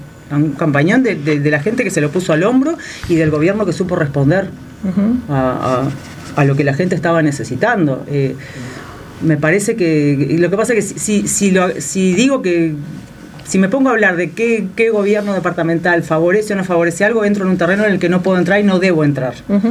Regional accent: Uruguay; como una uruguaya común y corriente

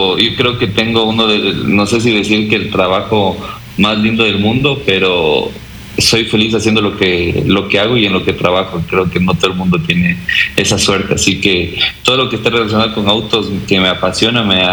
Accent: Quito, Pichincha, Ecuador; born there; also born or lived in Ambato, Ecuador; yo nací en Ambato, pero desde muy pequeño ya vine para Quito por el tema de trabajo.

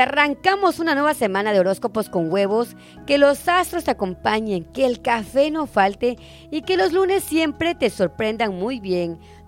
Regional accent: Mexico; esto no nos quita decir, sabes que ya no somos mexicanos. Al contrario, así somos.

